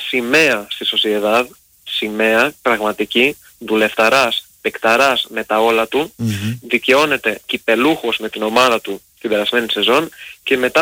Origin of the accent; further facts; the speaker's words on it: Thessaloniki, Central Macedonia, Greece; από Χανιά. Είμαι από Θεσσαλονίκη, αλλά τώρα από Χανιά διακοπές.